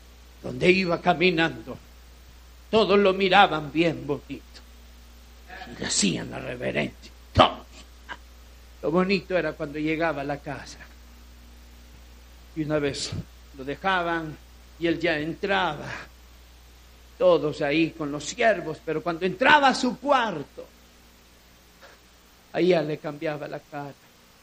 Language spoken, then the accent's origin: Spanish; El Salvador; para los que somos del Salvador saben qué es chiribisco.